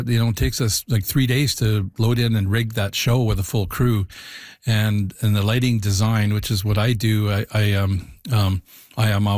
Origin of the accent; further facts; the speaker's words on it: Yukon, Canada; people found out that I was from the Yukon